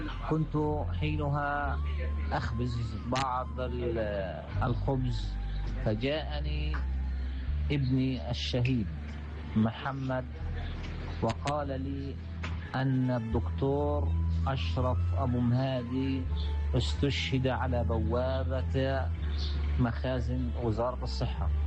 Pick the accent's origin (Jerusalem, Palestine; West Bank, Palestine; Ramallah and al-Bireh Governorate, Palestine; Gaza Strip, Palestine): Gaza Strip, Palestine; moved away as an adult; في الغربة بالنسبة لي كفلسطيني